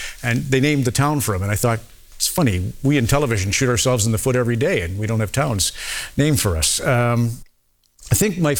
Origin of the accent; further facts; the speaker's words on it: Red Deer, Alberta, Canada; I grew up in Red Deer.